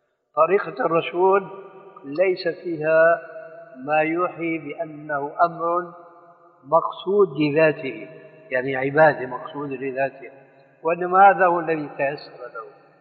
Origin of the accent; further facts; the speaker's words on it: Syria; كما كانوا يفعلون عندنا في سوريا من عهد القريب